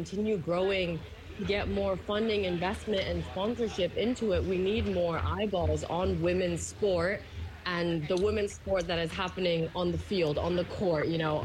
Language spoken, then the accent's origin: English; Shanghai, China; born or raised there